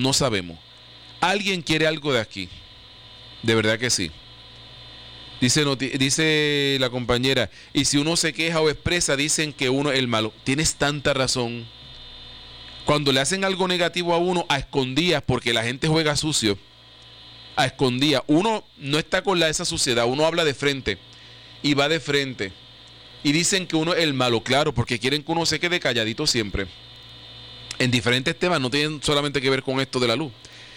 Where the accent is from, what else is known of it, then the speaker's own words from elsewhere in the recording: Puerto Rico; como puertorriqueño, siento por mí y siento por los míos.